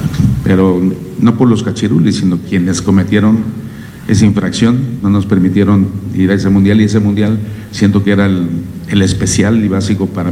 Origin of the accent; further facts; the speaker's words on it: Mexico; pero como mexicano, obviamente me encantaría que saliéramos campeones del mundo.